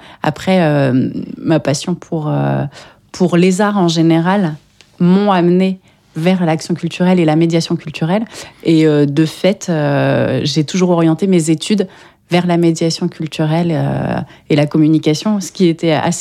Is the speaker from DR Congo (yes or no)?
no; Orléans, Centre-Val de Loire, France; moved away; also born or lived in Lille; je suis d'Orléans. Mais la principale partie de mes études, je l'ai faite à Lille.